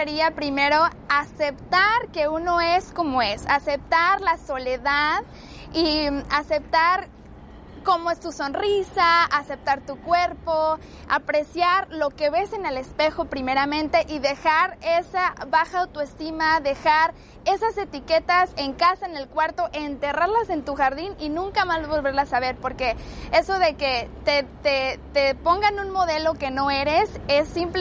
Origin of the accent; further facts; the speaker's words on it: Mexico; moved away; yo soy mexicana y en México vivía en un pueblo pequeño, como dicen, pueblo pequeño, infierno grande.